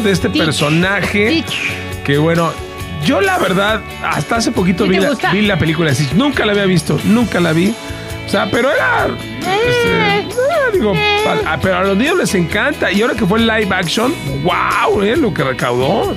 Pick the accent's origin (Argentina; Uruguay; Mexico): Mexico; como somos los paisas, los mexas